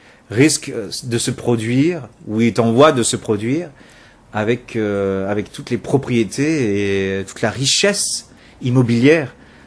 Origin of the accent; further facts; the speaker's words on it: France; Oh, je suis français.